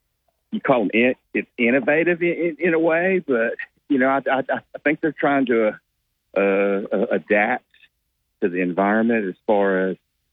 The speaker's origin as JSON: {"language": "English", "town": "Monticello", "region": "Arkansas", "country": "United States", "said": "I'm from Monticello High School"}